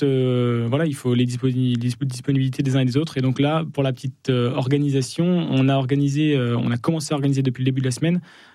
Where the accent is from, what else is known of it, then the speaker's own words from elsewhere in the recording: Chambéry, Auvergne-Rhône-Alpes, France; J'en suis, je viens de Chambéry.